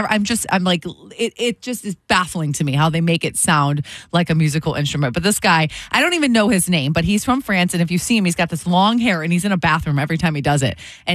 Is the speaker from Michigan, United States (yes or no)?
yes; Detroit, Michigan, United States; I'm from Detroit. I'm from Michigan.